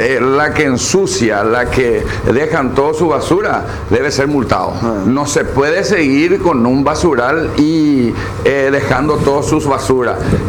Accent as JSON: {"language": "Spanish", "town": "Lambaré", "region": "Central", "country": "Paraguay"}